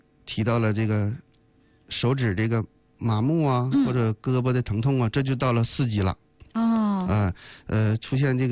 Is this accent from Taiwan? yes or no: no; Northeast China, China; 作为东北人来说吧，咱们可以比喻成这个，